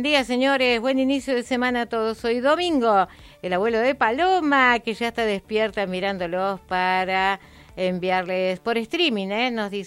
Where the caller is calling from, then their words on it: Cinco Saltos, Río Negro, Argentina; de Cinco Saltos.